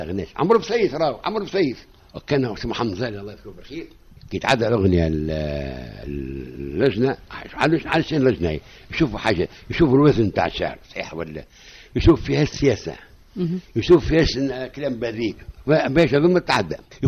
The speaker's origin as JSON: {"language": "Arabic", "country": "Tunisia", "said": "عندنا في تونس"}